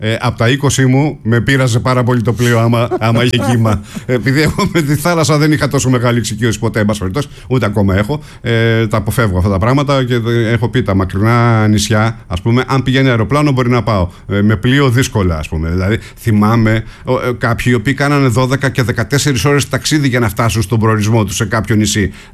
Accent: Livadi, Thessaly, Greece; Στο χωριό μου τουλάχιστον, που έχουμε πανηγύρι μεγάλο στο 15 Αύγουστο, και το χωριό μου είναι ορεινό.

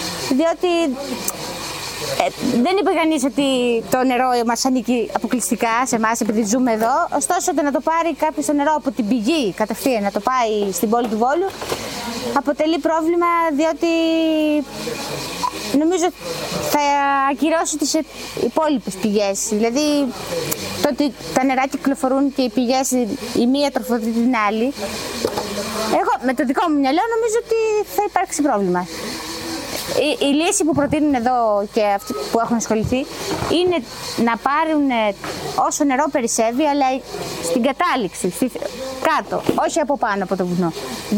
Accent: Thessaly, Greece; χωριά σαν τα δικά μας που είμαστε μια ανάσα από το Βόλο, ότι σε 20 λεπτά είμαστε εκεί

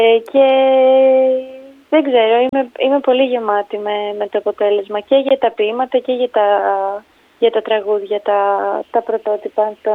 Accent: Ano Kastritsi, Western Greece, Greece; Το χωριό μου είναι το Άνω Καστρίτσι, στην Αχαΐα. Mm-hmm. Είναι πολύ κοντά στο Αίγιο.

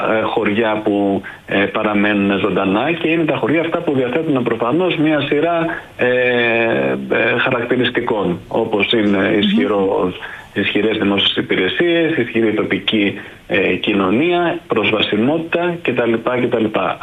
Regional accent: Sparta, Peloponnese, Greece; δηλαδή εγώ μπορεί να ενδιαφέρομαι κατάγομαι από τη Σπάρτη.

